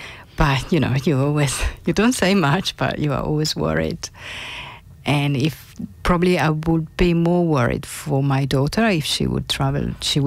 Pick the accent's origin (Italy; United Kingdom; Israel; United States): Italy; now in Penola, Australia